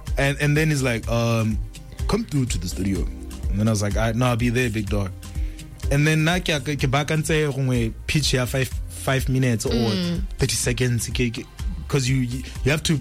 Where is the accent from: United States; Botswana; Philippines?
Botswana; now in South Africa; At first, I was afraid to say that I'm from Botswana when I was in South Africa.